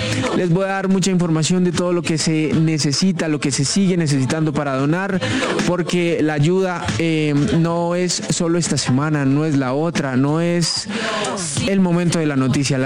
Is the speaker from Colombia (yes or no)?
yes; Colombia; Ha sido una semana realmente difícil para todos como colombianos.